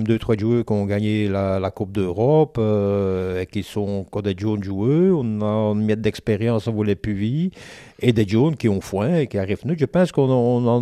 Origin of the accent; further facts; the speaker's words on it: Belgium; Mon papa qui est flamand, mon mère qui est wallonne, je suis belge à 2-5%.